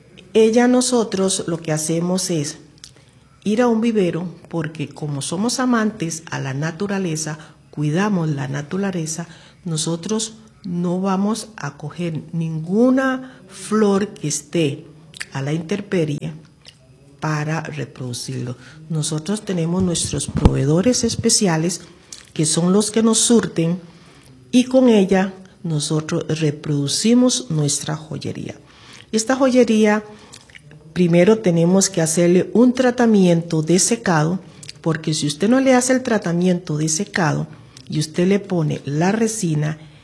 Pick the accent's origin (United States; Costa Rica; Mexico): Costa Rica; como ticos que somos.